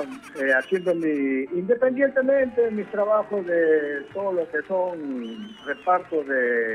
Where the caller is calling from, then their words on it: Lima, Peru; Del cercado de Lima.